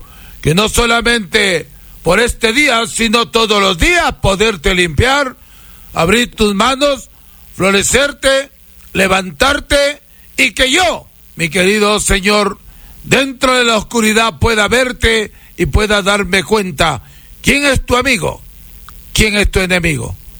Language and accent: Spanish; Peru; now in Salcedo, Ecuador; tengo familiares, yo soy peruano